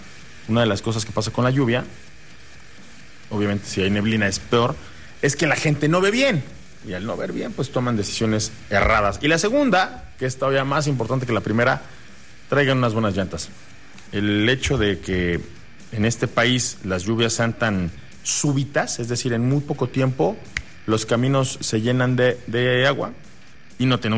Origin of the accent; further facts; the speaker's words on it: Mexico; a los mexicanos nos pone la piel de gallina